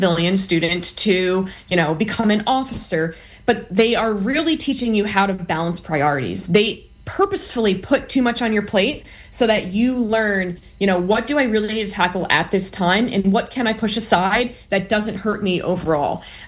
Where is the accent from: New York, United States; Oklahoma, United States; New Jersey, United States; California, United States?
New Jersey, United States; I actually didn't come from a military family. I grew up in New Jersey, and my mom was in pharmaceuticals. My dad was in education.